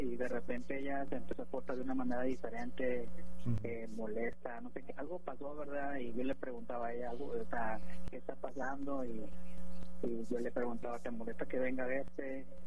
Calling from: Juárez, Nuevo León, Mexico; De acá, de Juárez, de los puertos.

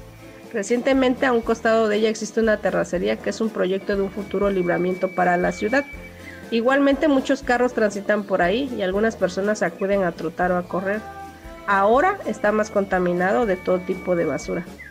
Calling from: Puerto Escondido, Oaxaca, Mexico; vivo en Puerto Escondido, Oaxaca.

